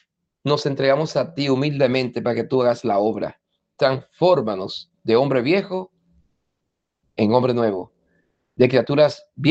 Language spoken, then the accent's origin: Spanish; Dominican Republic; como persona, como familia y como pueblo dominicano